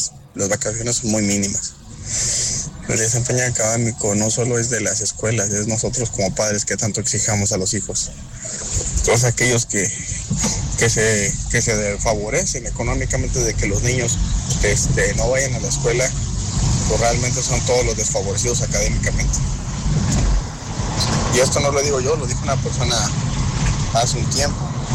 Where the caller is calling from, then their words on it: Saltillo, Coahuila, Mexico; nosotros como mexicanos, y en este sentido como saltillenses